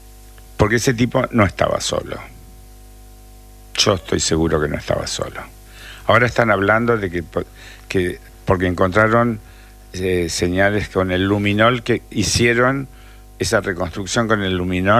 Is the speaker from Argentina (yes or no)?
yes; Córdoba, Argentina; moved away; also born or lived in Santa Fe; yo viví en Córdoba, yo nací en la provincia de Santa Fe y luego me fui a la ciudad de Córdoba cuando tenía 7 años.